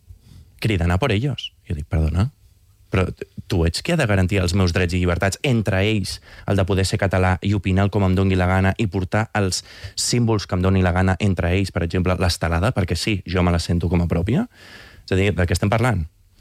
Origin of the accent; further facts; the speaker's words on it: Catalonia, Spain; els nostres impostos que paguem els catalans